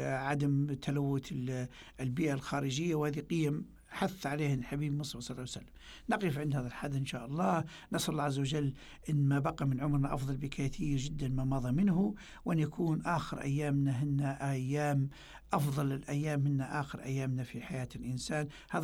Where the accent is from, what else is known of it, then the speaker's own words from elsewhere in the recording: Libya; نحن كليبيين كدولة ليبية